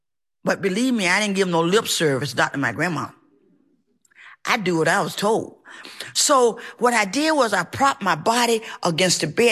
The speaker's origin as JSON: {"language": "English", "region": "the South", "country": "United States", "said": "I'm from the South."}